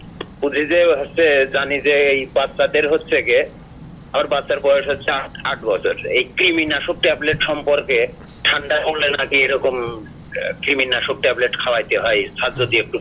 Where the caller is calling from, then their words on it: Pangsha, Dhaka Division, Bangladesh; Barkhola পাংশ।